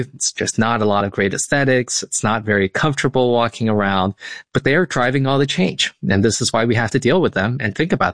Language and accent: English; Canada; And speaking as a Canadian who is feeling the United States sometimes throwing its weight around a little bit too much to the north